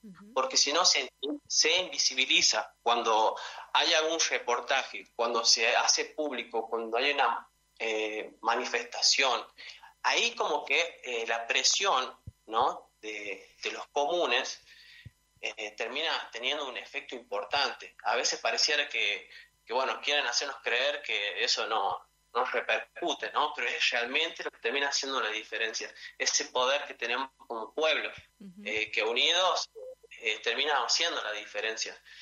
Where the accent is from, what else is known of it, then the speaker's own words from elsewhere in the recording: La Rioja, Argentina; nuestra identidad como riojanos argentinos.